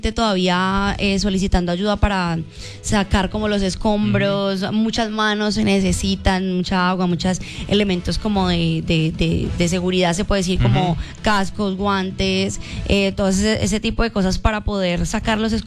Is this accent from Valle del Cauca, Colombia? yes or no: yes; Cali, Valle del Cauca, Colombia; como lo decías, es mi tierra, es Cali, sin embargo Manizales también ha sido un golpe fuerte.